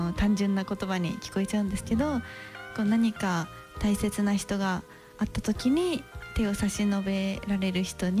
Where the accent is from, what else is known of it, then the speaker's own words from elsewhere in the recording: Ikoma, Nara, Japan; moved away; 奈良県生駒市出身です